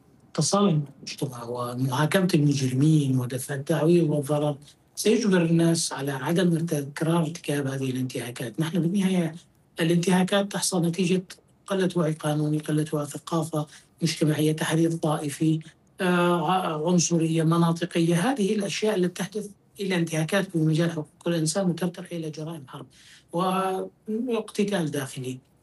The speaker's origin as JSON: {"language": "Arabic", "country": "Syria", "said": "نحن كسوريين"}